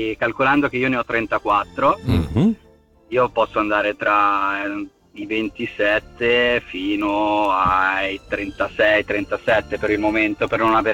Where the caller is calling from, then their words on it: Ticino, Switzerland; sono anche del Luganese